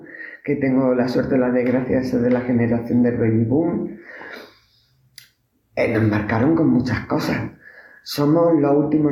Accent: Huesca, Aragon, Spain; now in Granada, Spain; Y yo ya, como llevo 7 años, yo luego ya soy de Granada. No, nunca seré de Huesca.

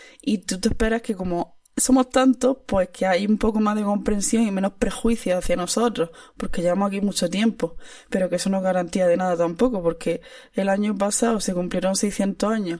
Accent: Andalusia, Spain; accent: Andalusian; pues lo interpreta una persona mesetaria, exagerando mucho nuestro acento

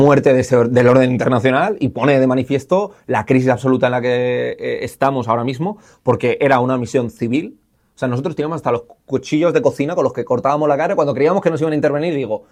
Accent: Salamanca, Castile and León, Spain; Yo que soy de Salamanca, pues me salió la vena charra

